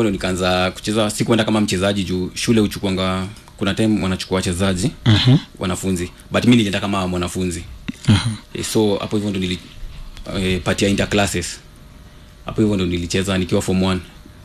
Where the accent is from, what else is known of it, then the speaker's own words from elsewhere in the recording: Nandi Hills, Nandi County, Kenya; born there; moved away; also born or lived in Chemelil; Mzaliwa natoka nilizaliwa Nandi Hills.